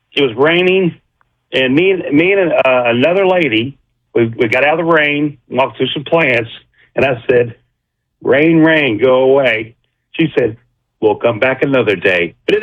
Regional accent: Louisville, Kentucky, United States; I'm from Louisville, Kentucky

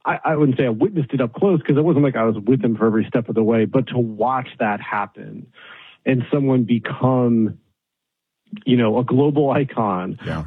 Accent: Alaska, United States; Like, I grew up in Alaska.

